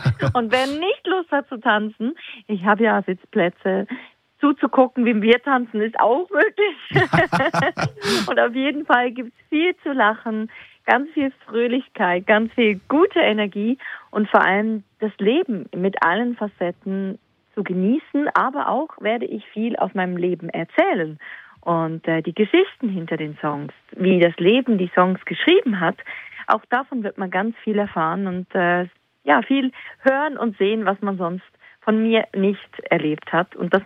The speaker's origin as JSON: {"language": "German", "country": "Switzerland", "said": "ich bin ein absolutes Naturkind und daher zelebriere ich natürlich meine Liebe zu meiner Heimat der Schweiz immer wieder"}